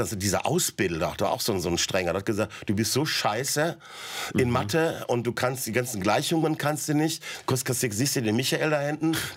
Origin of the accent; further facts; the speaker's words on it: Essen, North Rhine-Westphalia, Germany; born there; moved away; also born or lived in Bavaria; ich bin in Essen geboren.